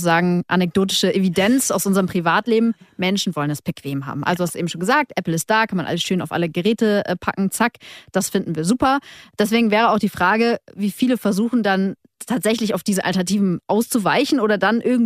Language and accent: German; Bremen, Germany; Also ich würde immer auf mein Heimatbundesland Bremen tippen